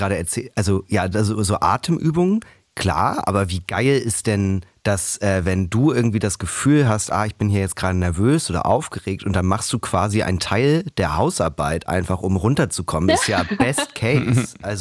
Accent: Schleswig-Holstein, Germany; also born or lived in Kiel; Ja, ich komme aus Schleswig-Holstein, das hatte ich auch vorhin schon einmal kurz erzählt. Und ich bin halt von der Kleinstadt, wo ich aufgewachsen bin

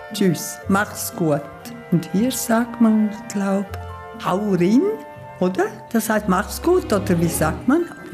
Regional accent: Liechtenstein; now in Möser, Germany; Seit 11 Jahren wohne ich in Möser und eigentlich komme ich aus Liechtenstein.

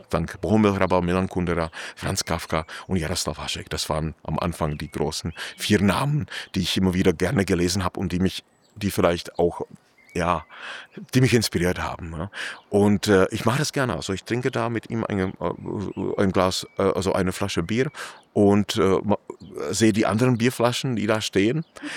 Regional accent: Lomnice nad Popelkou, Liberec Region, Czechia; also born or lived in Jičín; Ich würde mir wünschen, dass das im böhmischen Paradies ist, irgendwo da, wo ich herkomme, in Lomnice nad Popelkou, in Jičín, irgendwo dort, wo ich zu Hause bin.

